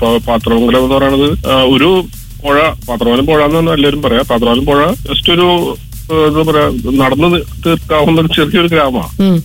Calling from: Thrissur, Kerala, India

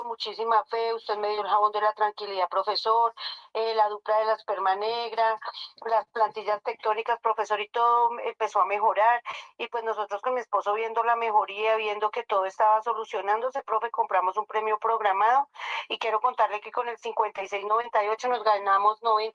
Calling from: Nemocón, Cundinamarca, Colombia; yo lo estoy llamando acá desde Nemocón.

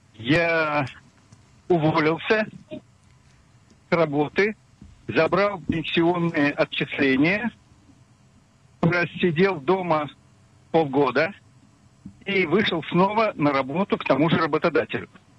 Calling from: Beersheba, Southern District, Israel; я из Бершевы.

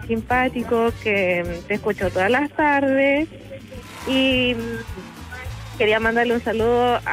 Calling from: Rancagua, O'Higgins, Chile; De Rancagua.

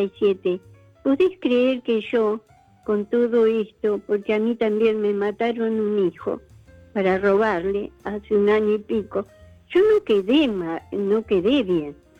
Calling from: San Miguel, Argentina; Yo soy de San Miguel.

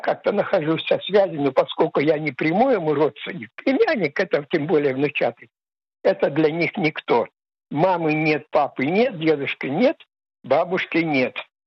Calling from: Ashdod, Southern District, Israel; я звоню из Ашдода. Мне 80+

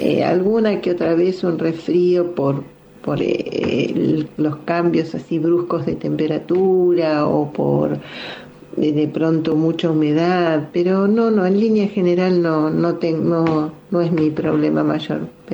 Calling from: Buenos Aires, Argentina; Les dejo un cariño, soy … de Devoto.

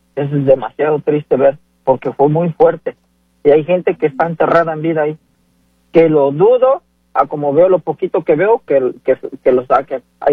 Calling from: Tlaxcala, Mexico; Yo soy de Tlaxcala

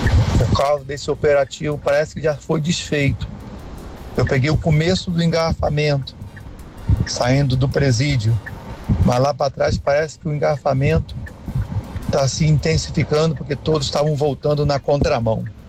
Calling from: Rio de Janeiro, Brazil; motorista de aplicativo, sou de Jardim Primavera.

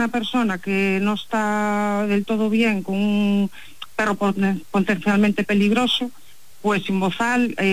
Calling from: Pontevedra, Galicia, Spain

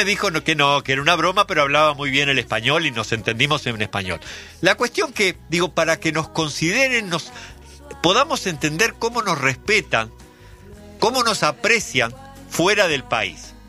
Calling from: Uruguay; ¿De dónde es usted? Le digo, soy uruguayo.

